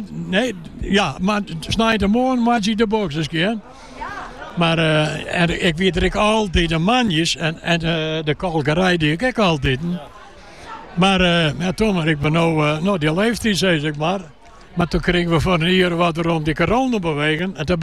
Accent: Friesland, Netherlands; also born or lived in Leeuwarden; want ik kom van Hempus oorspronkelijk. En toen ben ik nog maar saai zien, ben ik naar Ljouwer gegaan.

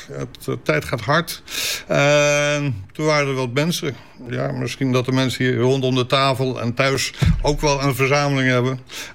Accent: Heerenveen, Friesland, Netherlands

